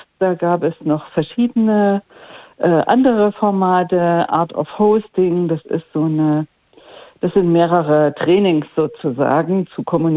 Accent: Gotha, Thuringia, Germany; ich bin hier in Gotha in der Langensalzer Straße groß geworden. Mhm. Ich bin 63 Jahre und meine Vorfahren waren Schmiede.

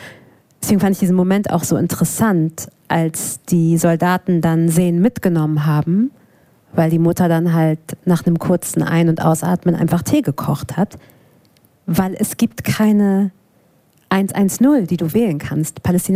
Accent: Germany; ich bin Deutsche. Ich bin ja sehr deutsch aufgewachsen und sozialisiert

